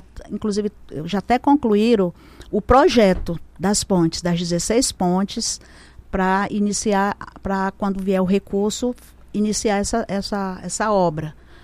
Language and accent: Portuguese; São João da Baliza, Roraima, Brazil; eu sou lá do sul do estado, sou lá do Baliza.